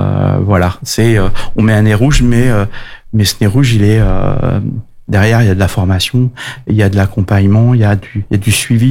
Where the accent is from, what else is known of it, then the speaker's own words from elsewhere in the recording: France; also born or lived in Belgium; Moi, je suis français, elle est espagnole, et puis on avait envie d'entrer en France. Et nous sommes rentrés sur le secteur de la Dordogne